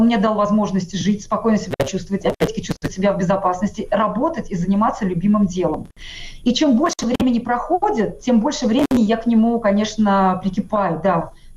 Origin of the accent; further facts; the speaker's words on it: Tatarstan, Russia; now in Prague, Czechia; очередь, да, я татарка, живущая в Праге.